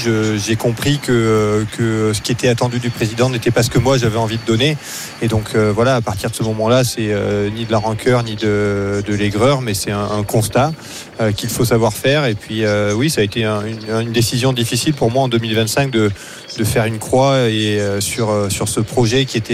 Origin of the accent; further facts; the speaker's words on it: France; also born or lived in Vercors; now in Haute-Savoie, France; je suis originaire des Pyrénées